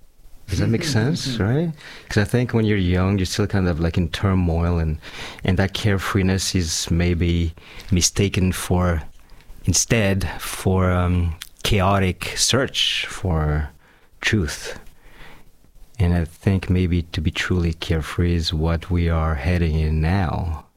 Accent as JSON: {"language": "English", "country": "Madagascar", "tie": "born or raised there", "also_born_or_lived": "Hungary", "first_language": "French", "second_language": "English", "moved": "yes", "lives_now": "Budapest, Hungary", "said": "I grew up in Madagascar not speaking Hungarian, speaking French, because I grew up in a French environment and went to French school. So French became my mother tongue, even though I'm not French at all."}